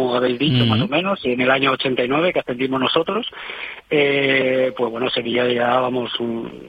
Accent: Castellón, Valencian Community, Spain; born there; now in Málaga, Spain; cuando paso por Castellón y voy a mi pueblo

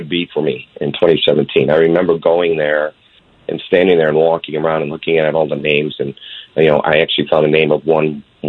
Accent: Midwest, United States; You know, I'm from the Midwest.

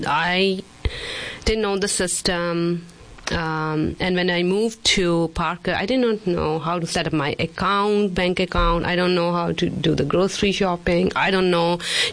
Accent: Dalhousie, Himachal Pradesh, India; English is a second language; It's up in the foothill of Himalayas. Dalhousie. It's north part of the India up. Mountains, and it's a very beautiful town, and they call it the mini Switzerland.

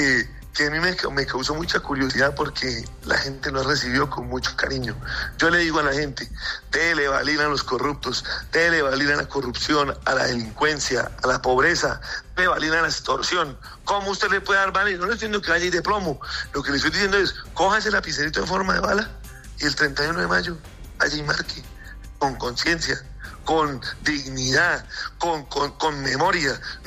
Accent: Santander, Colombia; yo soy santandereano

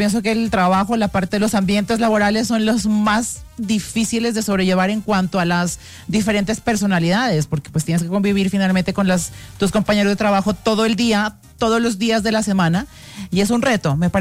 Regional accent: Nariño, Colombia; la región en general es una región de puertas abiertas y la gente es muy querida. No es porque yo sea de allá

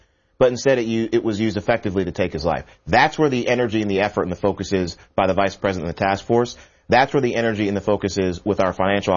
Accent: Kentucky, United States; I'm from Kentucky. My wife is from eastern Kentucky. Appalachia is the area.

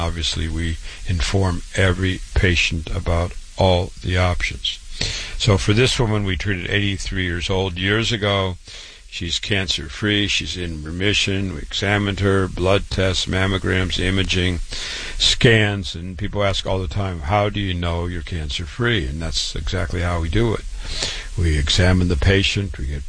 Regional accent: Waterloo, Iowa, United States; I was born and raised in Waterloo, Iowa, public school, university, MD at 25

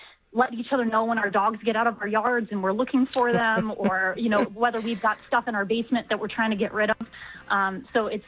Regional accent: Columbus, Ohio, United States; also born or lived in Baltimore / San Francisco / Cincinnati / Chicago; now in Detroit, United States; I've lived in Baltimore and San Francisco. I grew up in Columbus, Ohio. I moved here from Cincinnati. I've lived in Chicago.

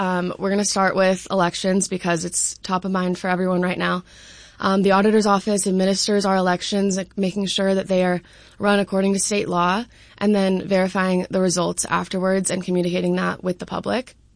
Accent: Spokane, Washington, United States; I grew up in around Mount Spokane and grew up skiing on the mountain.

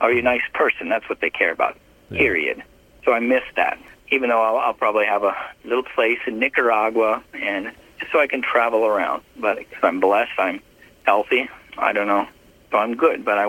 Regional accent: Bakersfield, California, United States; born there

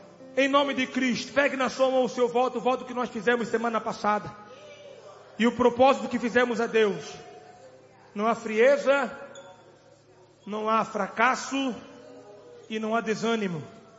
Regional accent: Mozambique; born there; moved away; lá na minha terra, Moçambique.

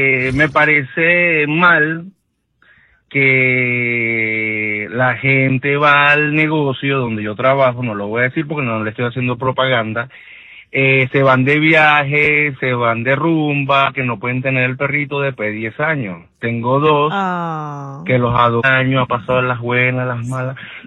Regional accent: Venezuela; moved away as an adult; Sí, soy full groomer venezolano, radicado hace 2 años acá.

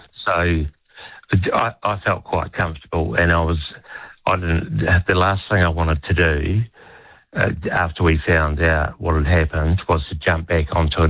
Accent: New Zealand; being a Kiwi back in those days

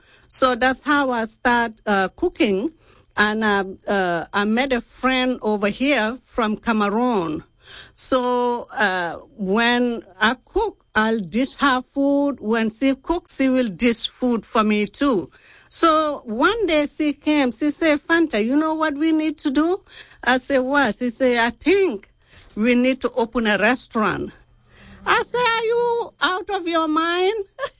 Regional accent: Gambia; moved away as an adult; now in New Orleans, United States; I'm from Gambia, West Africa

